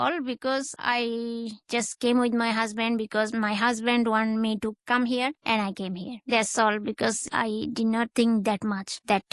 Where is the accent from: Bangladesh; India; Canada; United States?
Bangladesh; moved away as an adult; now in Hong Kong; Both my hometown and Hong Kong I like very much, because where I grew up with my cousins and very big family, my root is in my village.